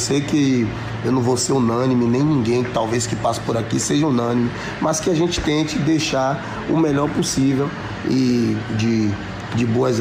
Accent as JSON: {"language": "Portuguese", "town": "Terra Nova", "region": "Bahia", "country": "Brazil", "tie": "born or raised there", "also_born_or_lived": "Salvador, Brazil", "said": "a minha cidade, Terra Nova, que eu tenho 39 anos, né? Que moro aqui em Terra Nova, sou filho daqui. Sou filho de Salvador, mas me criei a vida toda aqui em Terra Nova."}